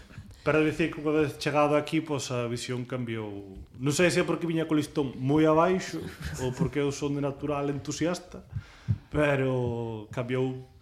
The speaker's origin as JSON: {"language": "Galician", "town": "Laxe", "region": "Galicia", "country": "Spain", "said": "Pois eu veño de Laxa, que me trouxo aquí foi a Consellería de Educación."}